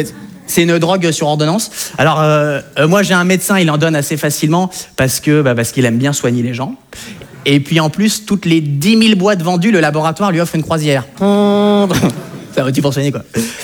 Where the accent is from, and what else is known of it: France